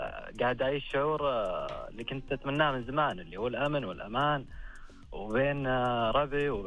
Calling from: Najd, Saudi Arabia; أنا من نجد من قبائل نجد.

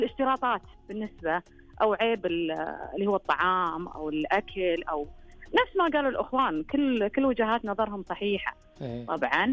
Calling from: Al-Qassim, Saudi Arabia; أنا من القصيم.

